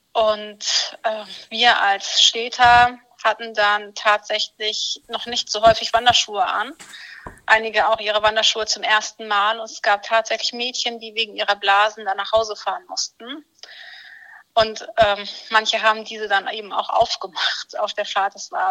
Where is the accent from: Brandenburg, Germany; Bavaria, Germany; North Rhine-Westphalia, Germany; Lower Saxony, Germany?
Lower Saxony, Germany; Oldenburg; born there; in Hundsmühlen. Was ich durchaus als Oldenburger sagen kann